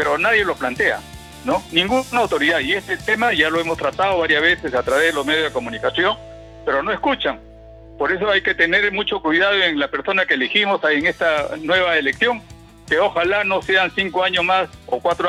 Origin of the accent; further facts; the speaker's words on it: Peru; now in Chimbote, Peru; todos somos peruanos